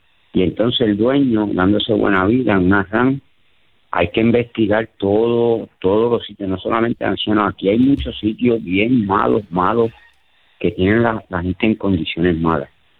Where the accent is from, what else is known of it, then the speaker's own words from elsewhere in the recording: Caguas, Puerto Rico; also born or lived in New York / Miami; Yo soy de Cagua, pero viví mucho tiempo en Nueva York y en Miami.